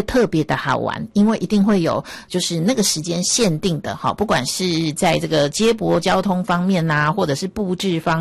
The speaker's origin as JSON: {"language": "Chinese", "region": "Taipei", "country": "Taiwan", "said": "尤其是以我们台北人来讲的话"}